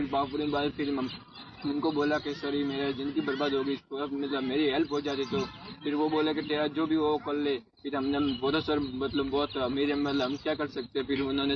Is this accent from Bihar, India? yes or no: no; Sirohi district, Rajasthan, India; मैं सर सिरोही जिले से हूँ।